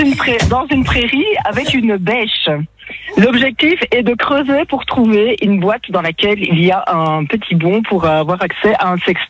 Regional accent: Namur, Wallonia, Belgium; Je suis en Belgique, Namur.

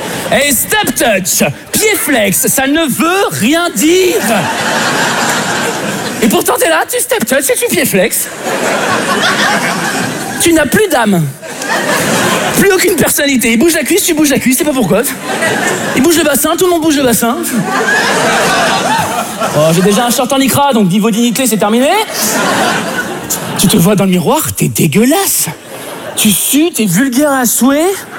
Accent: Switzerland; now in France; Je dis la vérité, je dis « Bah, Suisse. »

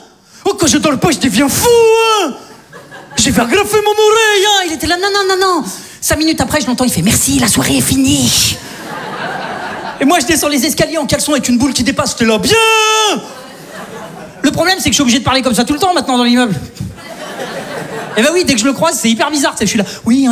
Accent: Saint-Étienne, Auvergne-Rhône-Alpes, France; Tu vois, moi, je viens de Saint-Etienne. Globalement, chez nous, t'as faim, tu prends une arbalète, tu vas chasser, ça s'arrête là, quoi.

